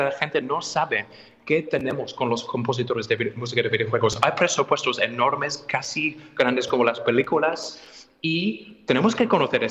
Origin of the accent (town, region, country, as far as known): England, United Kingdom; Spanish is a second language; now in Spain